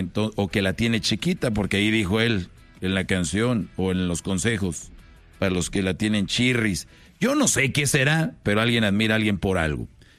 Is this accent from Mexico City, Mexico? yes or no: no; Monterrey, Nuevo León, Mexico; Yo soy de Monterrey